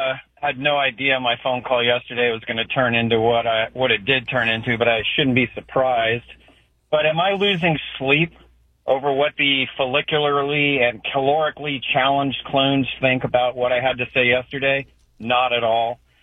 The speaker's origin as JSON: {"language": "English", "town": "San Antonio", "region": "Texas", "country": "United States", "tie": "born or raised there", "moved": "yes", "lives_now": "Austin, United States", "said": "I do live in Austin now, but I was born at Fort Sam Houston. I grew up in San Antonio"}